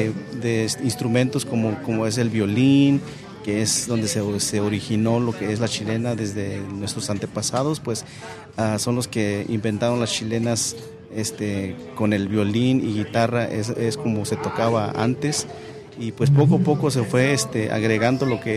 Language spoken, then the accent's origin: Spanish; Oaxaca, Mexico; first language Mixtec; Spanish is a second language; moved away; nuestra cultura de allá de Oaxaca